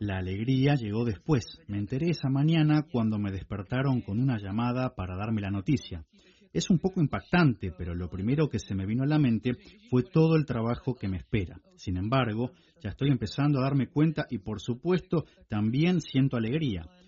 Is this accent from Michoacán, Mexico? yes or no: no; Mexico City, Mexico; also born or lived in Ciudad Madero; now in Czechia; La verdad es que estoy un poco atónito por la manera en la que me han recibido en mi tierra natal. Me llevaron a vivir a la Ciudad de México en 1983, cuando tenía solo un año, y no fue hasta ahora que volví.